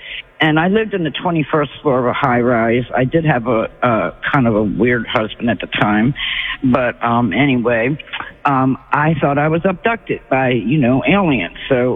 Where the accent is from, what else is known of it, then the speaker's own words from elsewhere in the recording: Essex, Maryland, United States; I grew up in Essex.